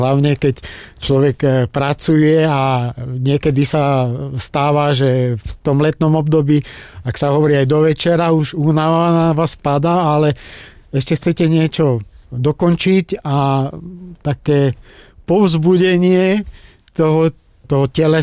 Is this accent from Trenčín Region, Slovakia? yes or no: no; Klokočov, Žilina Region, Slovakia; Bol som tu už kedysi ako malý chalán, pochádzam z obce Klokočov, z vedľajšej.